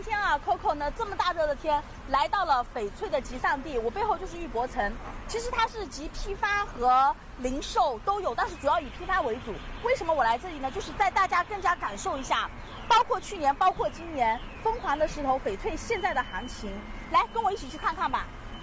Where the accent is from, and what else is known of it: China